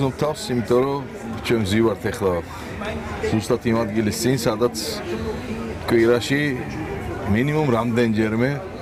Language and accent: Georgian; Tbilisi, Georgia; თბილისი ჩემთვის პრინციპში ბავშვობიდან ესე იყო, რომ ყოველთვის იყო ხოლმე დაკავშირებული ადამიანებთან.